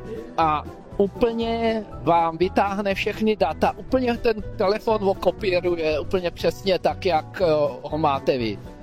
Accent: Moravia, Czechia; accent: Moravian; moved away as an adult; also born or lived in Australia; now in South Bohemia, Czechia; Slyšíte, že mám moravský dialekt, ale žiju v jižních Čechách, v Novohradských horách.

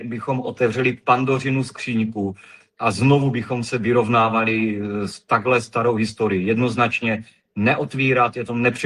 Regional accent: Zlín, Zlín Region, Czechia; Já jsem ze Zlína, z města Baťů.

